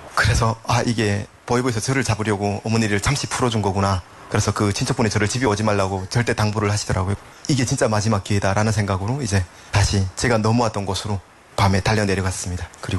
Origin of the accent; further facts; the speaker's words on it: North Korea; moved away as an adult; now in South Korea; 우리 탈북민들